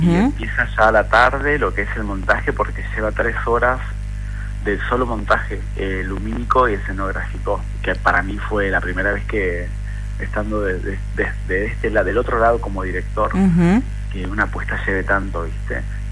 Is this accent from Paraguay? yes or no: no; Río Negro, Argentina; born there; yo soy nací en Río Negro.